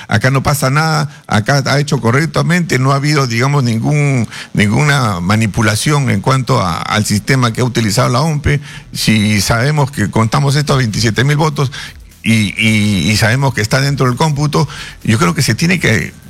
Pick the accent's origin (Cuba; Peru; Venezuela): Peru